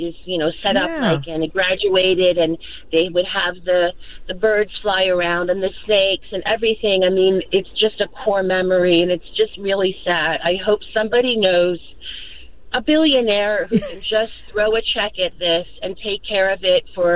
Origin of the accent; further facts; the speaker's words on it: Abington, Pennsylvania, United States; growing up in Abington